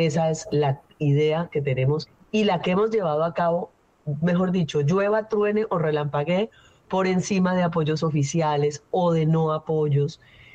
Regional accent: Ginebra, Valle del Cauca, Colombia; Las dos somos caleñas, vallecaucanas. Ella es caleña, yo soy de Ginebra.

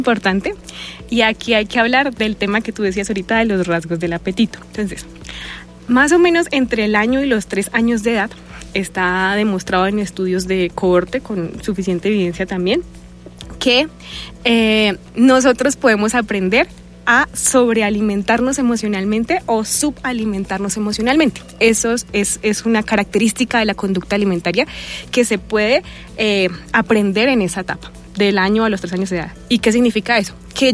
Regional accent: Boyacá, Colombia; Soy de Boyacá, entonces yo he trabajado en varios municipios de Boyacá

